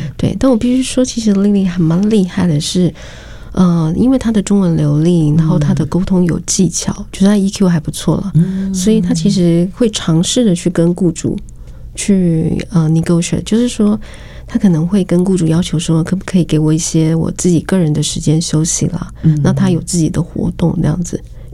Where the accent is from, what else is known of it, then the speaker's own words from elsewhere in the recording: Taiwan; 身为台湾人